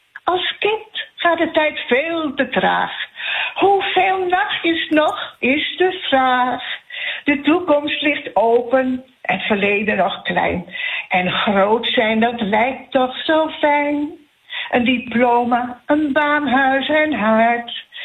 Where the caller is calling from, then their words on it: North Holland, Netherlands; ik kom zelf ook uit de Zaanstreek.